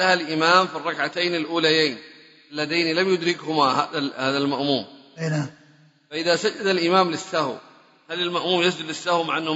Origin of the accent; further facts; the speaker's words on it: Nigeria; قضية السلام من الصلاة مرتين أحدثت عندنا في بلدنا نيجيريا اختلافا شديدا في هذا الباب